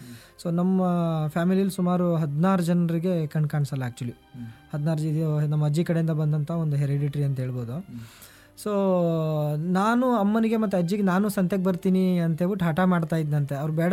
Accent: Gajanur, Karnataka, India; ನಂದು ಶಿವಮೊಗ ಗಾಜನೂರದ್ದು ಡ್ಯಾಮ್ ಇದೆ, ಅಲ್ಲಿಂದ ತುಂಗಾ ನದಿ ಹೊಸಪೇಟೆವರೆಗೂ ಹರ್ಕೊಂಡೋಗುತ್ತೆ.

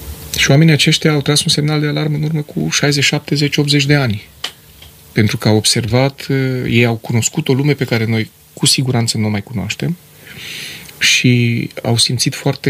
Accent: Romania; noi ca români

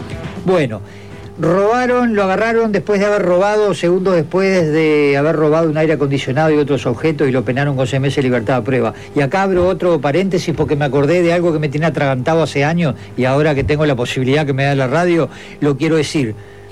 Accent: Argentina; Hace un rato vi un cartel en la vieja estación La Sierra, allá en mi pueblo, en Gregorio Henares.

